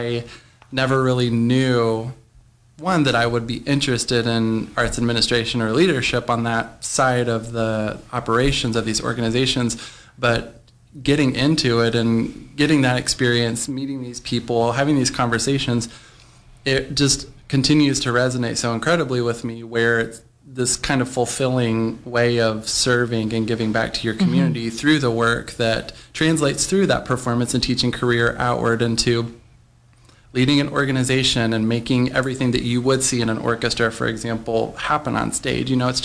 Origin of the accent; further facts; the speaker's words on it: Texas, United States; moved away as an adult; also born or lived in Waco, Texas / Ann Arbor, Michigan; now in Kalamazoo, United States; I grew up in Dallas-Fort Worth area of Texas, did my undergrad work in music education at Baylor University in Waco